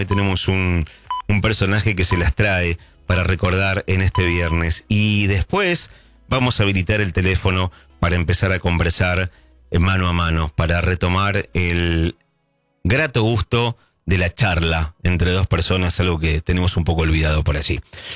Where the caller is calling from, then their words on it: Guaymallén, Mendoza, Argentina; de Guaymallén, Mendoza.